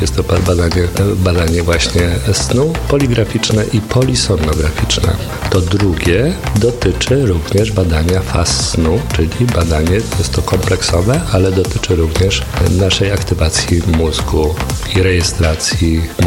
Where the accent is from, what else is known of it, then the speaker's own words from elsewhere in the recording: Warsaw, Masovian Voivodeship, Poland; born there; Urodziłem się w Warszawie, studia skończyłem w Warszawie, pracuję.